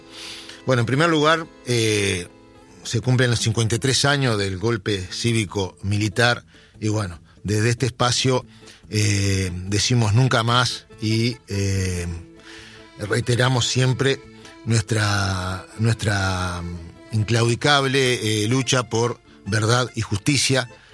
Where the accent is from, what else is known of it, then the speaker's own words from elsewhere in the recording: Uruguay; como uruguayos que somos